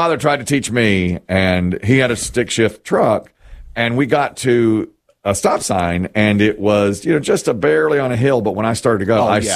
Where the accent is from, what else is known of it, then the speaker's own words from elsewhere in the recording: Asheboro, North Carolina, United States; talking about going to my hometown of Asheboro yesterday and driving around a Wayne Thomas Chevrolet.